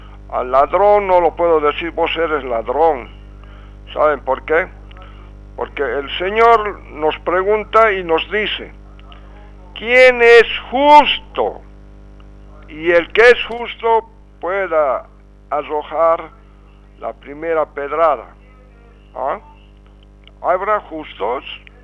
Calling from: Bolivia; Bolivia no estamos como bolivianos

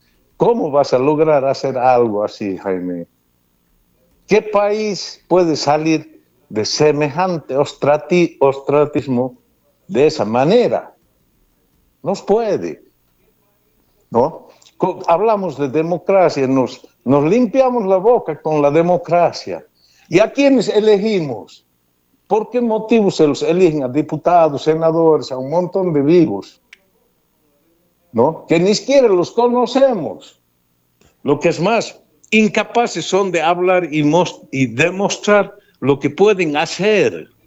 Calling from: Bolivia

